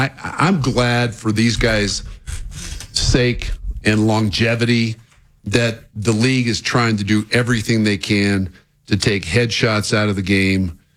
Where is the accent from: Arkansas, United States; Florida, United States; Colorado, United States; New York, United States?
Colorado, United States; Denver; the Broncos, my hometown team